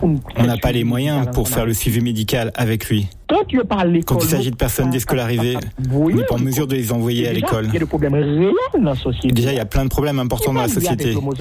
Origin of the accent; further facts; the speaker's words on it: Haiti; je suis un vrai haïtien.